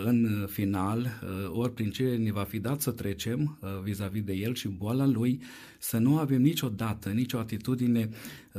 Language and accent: Romanian; Satu Mare, Satu Mare County, Romania; moved away as an adult; now in Genappe, Belgium; Suntem originari din Satu Mare, dar de circa 16 ani suntem în Belgia, prin harul lui Dumnezeu.